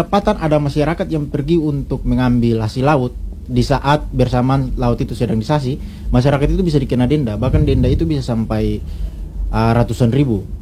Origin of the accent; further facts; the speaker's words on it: Yamdena Island, Maluku, Indonesia; Kampung saya itu di Kilmasa, persisnya itu di Pulau Yamdena, itu di Kecamatan Kormomolin. Nah, kampung saya itu di pesisir pantai